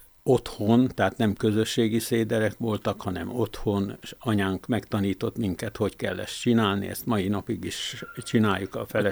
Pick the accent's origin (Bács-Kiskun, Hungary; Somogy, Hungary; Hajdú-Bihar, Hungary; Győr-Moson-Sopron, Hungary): Győr-Moson-Sopron, Hungary; Győr; Vagy Győri vagyok, régi győri család.